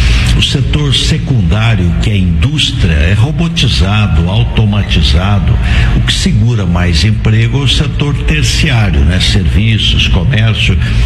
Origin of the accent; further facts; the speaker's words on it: Pindamonhangaba, São Paulo, Brazil; now in São Paulo, Brazil; a minha região, que é aqui do lado, Vale do Paraíba, onde eu fui prefeito, onde nasci, Pindamonhangaba, do lado de Aparecida, Vale do Paraíba, que divisa com o Rio